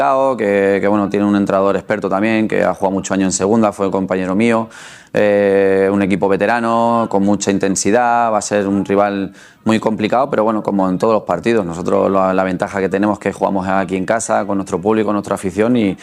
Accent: Barcelona, Catalonia, Spain; now in Seville, Spain; no soy de aquí, soy de Barcelona, pero como llevo mucho tiempo aquí es como si lo fuera, mi familia también está desde aquí de Sevilla

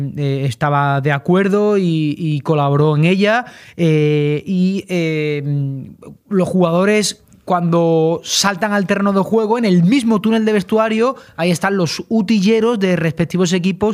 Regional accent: Morocco; utilizado la camiseta referente al pueblo de Ceuta con un objetivo político o de desprecio hacia mi pueblo, el pueblo marroquí.

